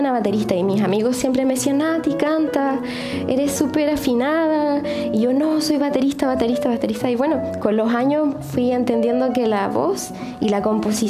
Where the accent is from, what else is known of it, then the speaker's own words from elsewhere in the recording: La Unión, Los Ríos, Chile; also born or lived in Valdivia; Soy valdiviana, nací en Valdivia, pero crecí en La Unión, un pueblito más al sur.